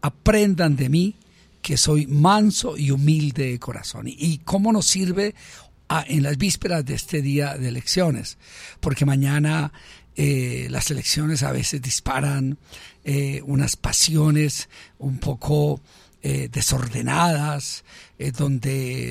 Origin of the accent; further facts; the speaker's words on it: Colombia; como colombianos, somos parte de un mismo pueblo, una misma nación